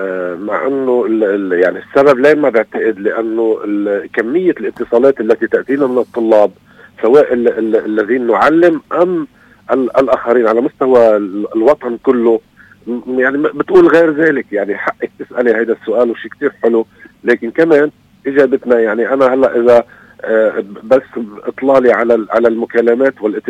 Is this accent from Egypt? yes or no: no; Lebanon; أنا كإنسان لبناني بيهمني يكون في سيادة حقيقية،